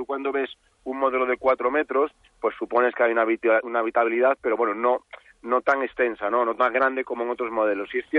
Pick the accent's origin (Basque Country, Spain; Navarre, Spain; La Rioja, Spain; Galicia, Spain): Galicia, Spain; Yo como gallego...